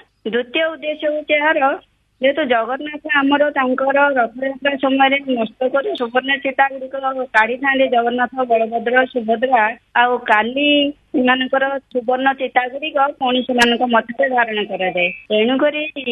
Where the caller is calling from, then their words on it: Jeypore, Odisha, India; ମୁଁ ଜୟପୁରରୁ କହୁଛି